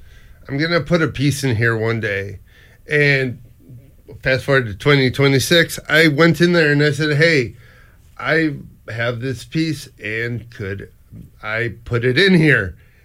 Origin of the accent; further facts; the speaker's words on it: Bowling Green, United States; I was born in Bowling Green